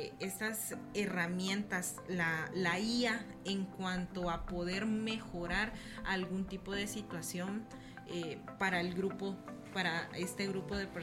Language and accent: Spanish; Guatemala